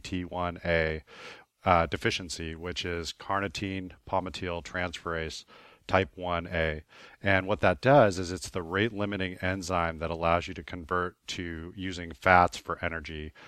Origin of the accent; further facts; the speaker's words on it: Shiprock, New Mexico, United States; born there; my dad was in the Indian Health Service back in the 70s, and I was born on the Navajo Reservation in Shiprock.